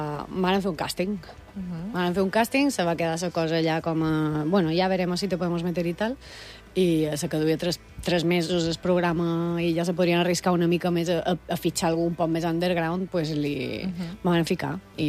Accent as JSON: {"language": "Catalan", "region": "Balearic Islands", "country": "Spain", "said": "Som els mallorquins"}